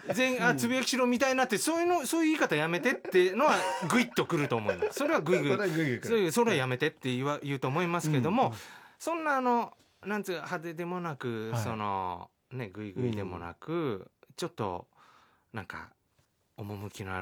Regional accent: Tochigi, Japan; now in Tokyo, Japan; 僕、意外と南の方なんで。まあ、シティ派と言ってます

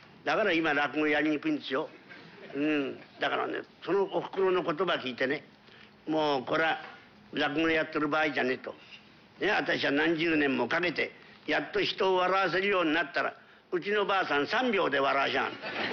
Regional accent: Tokyo, Japan; 私と同じ本物の江戸っ子だから

